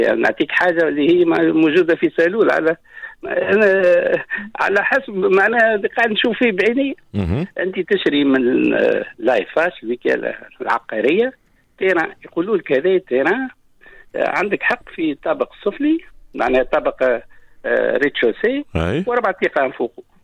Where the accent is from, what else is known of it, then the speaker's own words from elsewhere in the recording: Tunisia; انا كتونسي